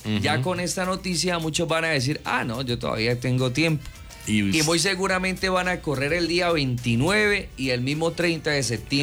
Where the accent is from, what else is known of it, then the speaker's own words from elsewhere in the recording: Colombia; Y como los colombianos dejamos todo para última hora